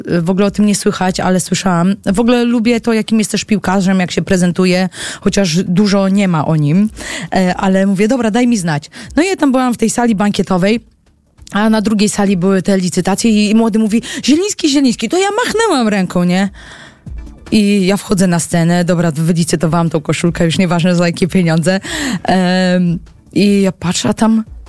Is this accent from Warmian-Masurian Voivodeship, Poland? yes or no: yes; Olsztyn, Warmian-Masurian Voivodeship, Poland; Ja jestem z Olsztyna i był Stomil Olsztyn.